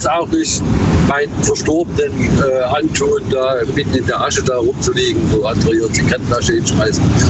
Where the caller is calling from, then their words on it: Fellbach, Baden-Württemberg, Germany; Hier, Fellbach.